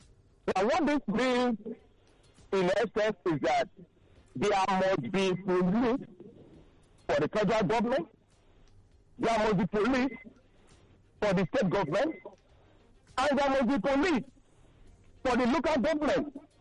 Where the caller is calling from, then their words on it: Lagos, Nigeria; I'm calling from Lagos.